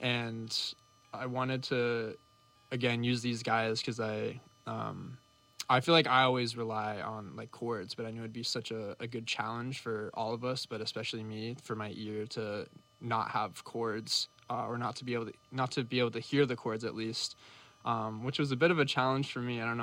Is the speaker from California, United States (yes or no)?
yes; California, United States; now in New York, United States; we're both from California, opposite ends of the state